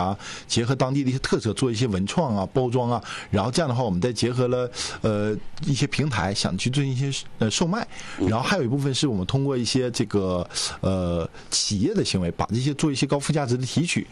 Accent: Baishan, Jilin, China; 我的家乡吉林省白山市

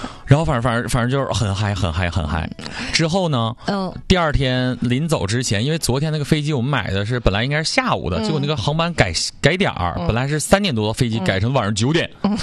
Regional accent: Jilin, China; moved away; 小的时候在吉林市那个四海音像

